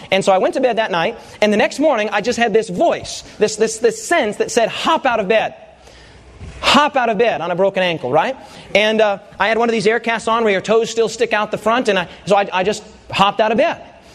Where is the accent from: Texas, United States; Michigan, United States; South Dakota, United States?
South Dakota, United States; Rapid City; I was from Rapid City, South Dakota.